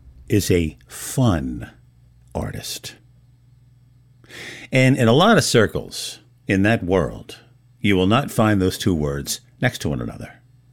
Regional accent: New Jersey, United States; We hail from New Jersey, so we're Paisan, even though I'm Irish.

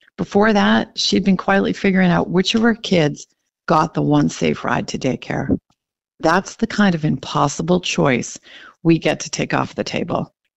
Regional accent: Falmouth, Massachusetts, United States; I grew up in Falmouth. I'm a Cape kid, born and raised. Coming back to work for the place that you're from is really a particular kind of privilege.

